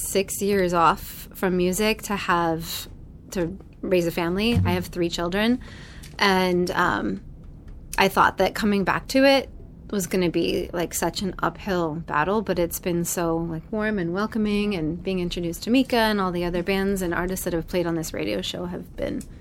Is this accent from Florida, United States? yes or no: no; Malibu, California, United States; now in Westlake Village, United States; I grew up in Malibu.